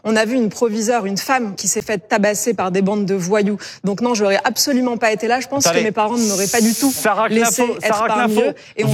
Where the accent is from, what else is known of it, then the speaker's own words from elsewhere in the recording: Île-de-France, France; Moi j'ai grandi en Seine-Saint-Denis, vous n'allez pas m'apprendre mon département